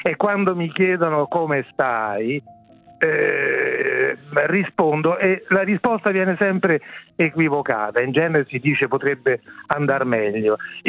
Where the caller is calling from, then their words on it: Rome, Lazio, Italy; Io sono di Roma, sì.